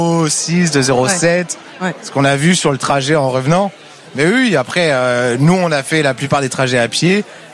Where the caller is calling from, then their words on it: Metz, Grand Est, France; on vient de Metz.